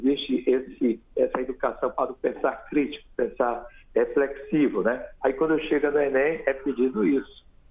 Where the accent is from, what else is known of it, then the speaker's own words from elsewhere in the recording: Manaus, Amazonas, Brazil; Eu sou amazonense, da cidade